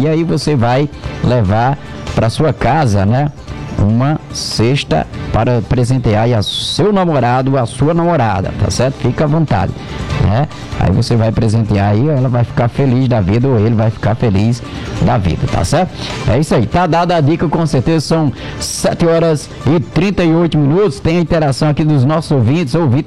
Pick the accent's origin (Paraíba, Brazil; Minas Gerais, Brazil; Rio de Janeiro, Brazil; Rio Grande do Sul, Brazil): Paraíba, Brazil; Campina Grande; moved away; lá em Campina Grande, lá na minha terra